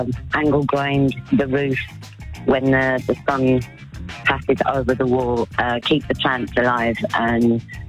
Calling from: Wolverhampton, West Midlands, United Kingdom

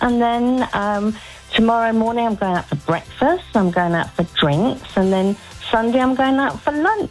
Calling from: Lee-on-the-Solent, South East England, United Kingdom; Leon the Solent in Hampshire.

